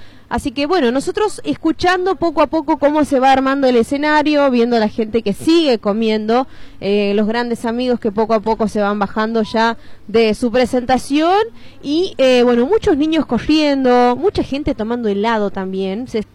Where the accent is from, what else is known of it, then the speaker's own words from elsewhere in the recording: Venado Tuerto, Santa Fe, Argentina; Bueno, somos de Venado Tuerto, provincia de Santa Fe, More.